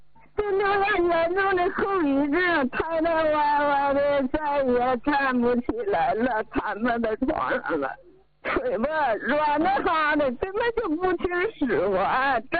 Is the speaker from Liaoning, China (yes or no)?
yes; Shenyang, Liaoning, China; 是，我家是沈阳的，